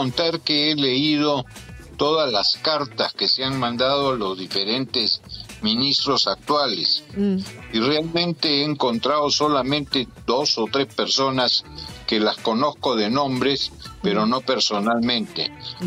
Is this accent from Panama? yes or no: no; Peru